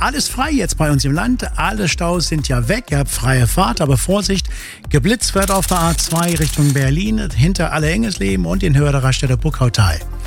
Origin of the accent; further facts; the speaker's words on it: England, United Kingdom; Und ein Song, der zu mir jetzt gerade passt als Engländer